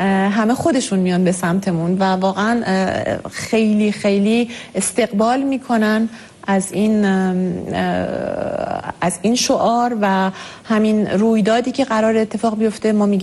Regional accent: Iran; moved away; خب متوجه میشن ما ایرانی هستیم

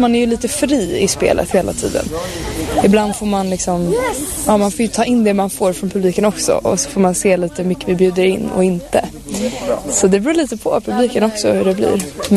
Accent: Bandhagen, Stockholm County, Sweden; Bandhagen.

